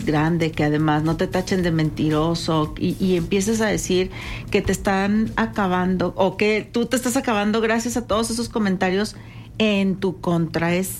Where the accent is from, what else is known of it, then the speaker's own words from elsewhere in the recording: Mexico; eso me da mucha tristeza como mexicana.